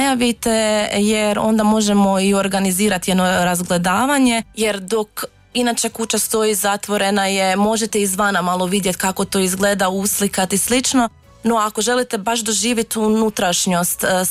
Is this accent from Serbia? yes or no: no; Karlovac County, Croatia; Pa svakako bi prvo krenula sa nekim ljepotama u Zagorju Ogulinskom, ipak je to moj rodni kraj